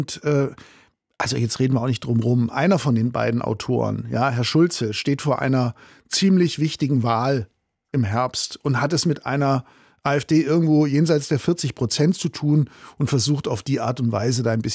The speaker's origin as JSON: {"language": "German", "region": "Swabia", "country": "Germany", "tie": "born or raised there", "said": "Also ich bin im Schwäbischen aufgewachsen."}